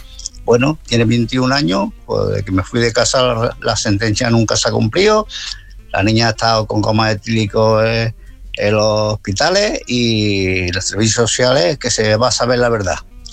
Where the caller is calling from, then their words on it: Málaga, Andalusia, Spain; de Málaga.